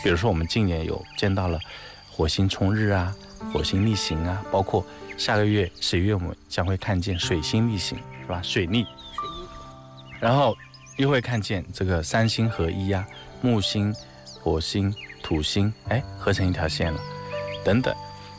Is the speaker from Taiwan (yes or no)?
no; China